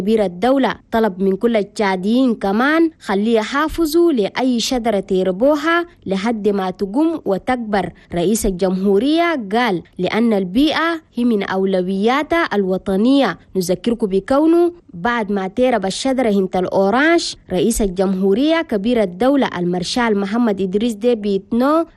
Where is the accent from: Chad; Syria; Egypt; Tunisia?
Chad; وبلدنا تشاد